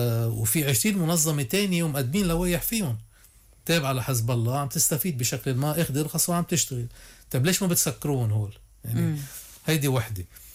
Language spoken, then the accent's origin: Arabic; Lebanon; نحن لازم نتصرف كلبنانيين